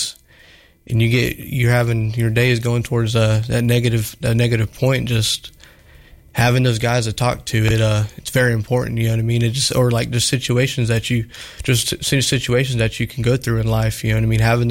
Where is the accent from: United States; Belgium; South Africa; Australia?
United States; Waynesboro; I'm from Waynesboro, 24 years old